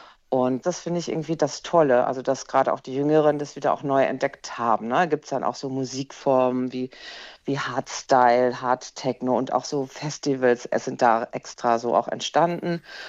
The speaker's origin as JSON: {"language": "German", "region": "North Rhine-Westphalia", "country": "Germany", "moved": "yes", "said": "Ich komme ursprünglich irgendwie aus Nordrhein-Westfalen"}